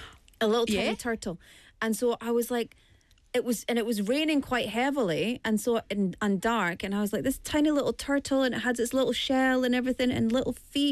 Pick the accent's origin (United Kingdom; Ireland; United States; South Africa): United Kingdom; Scotland; moved away; growing up in Scotland, we would say stone is if it's big.